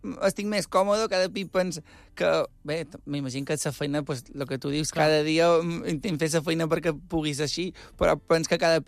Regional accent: Andratx, Balearic Islands, Spain; accent: Mallorcan; Sóc d'Andràs i el nostre mallorquí tampoc és el millor del món.

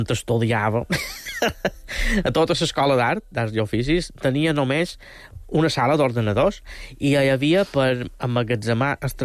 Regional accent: Banyabufar, Balearic Islands, Spain; En el meu poble, Banyabufar, som un poquet més originals.

